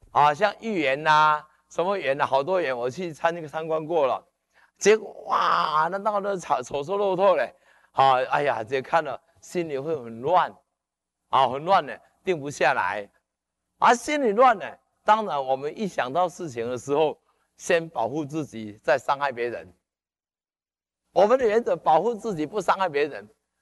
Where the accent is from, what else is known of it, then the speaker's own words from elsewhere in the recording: China; 那么我们中国人的庭园呢，丑、瘦、漏、透